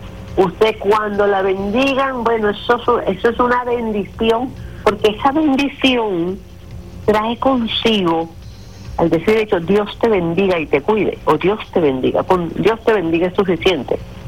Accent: Carúpano, Sucre, Venezuela

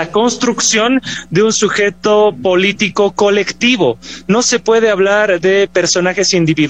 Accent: Bolivia; la crisis ya multisectorial que estamos viviendo en mi país, Bolivia.

